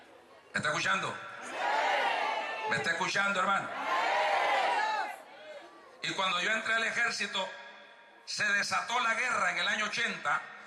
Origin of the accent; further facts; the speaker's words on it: Honduras; moved away; porque yo soy hondureño.